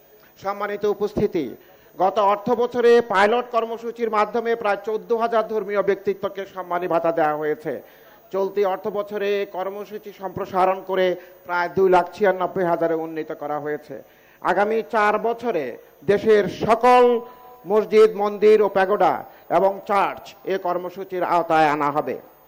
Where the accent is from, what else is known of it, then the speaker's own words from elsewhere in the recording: Ramgati, Chittagong Division, Bangladesh; আমার নিজ জেলা লক্ষ্মীপুরের রামগতি উপজেলায় জনগণ আজকের এই অনুষ্ঠান সরাসরি দেখছেন